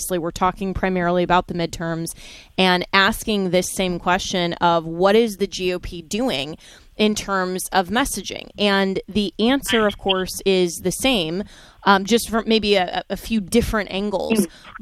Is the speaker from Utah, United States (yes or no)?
no; Florida, United States; even here in my home state of Florida